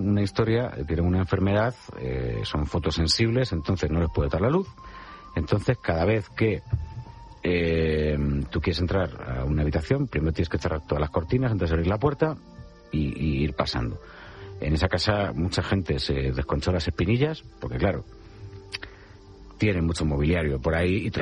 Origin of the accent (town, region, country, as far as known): Spain